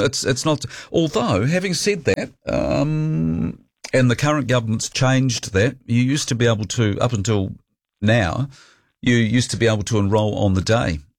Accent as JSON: {"language": "English", "country": "New Zealand", "tie": "born there", "said": "I was born in New Zealand, and I've never sworn allegiance to the country."}